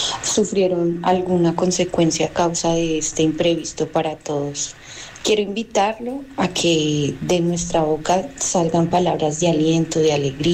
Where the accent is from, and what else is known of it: Colombia